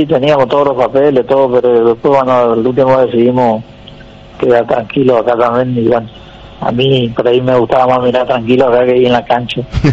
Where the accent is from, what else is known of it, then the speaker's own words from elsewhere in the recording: Coronel Martínez, Guairá, Paraguay; moved away; Nosotros nacimos en Coronel Martínez.